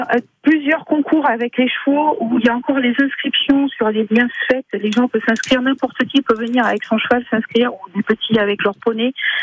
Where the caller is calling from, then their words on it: Herment, Auvergne-Rhône-Alpes, France; Alors j'appelle, c'est pour Hernon.